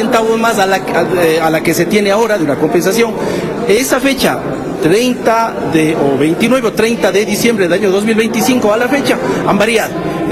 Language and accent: Spanish; Cuenca, Azuay, Ecuador; Con la única idea de que los que somos cuencanos brindar, como muchos reconocen, el mejor servicio hacia nuestra ciudad.